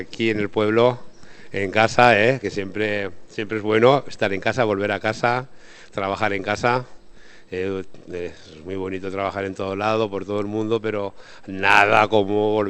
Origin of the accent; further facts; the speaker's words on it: Binéfar, Aragon, Spain; procedo de Binefar y soy binefarense